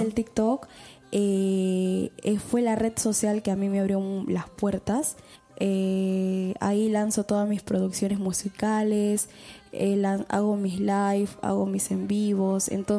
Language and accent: Spanish; Quilcas, Junín, Peru; lo grabamos en mi pueblo que es Quilcas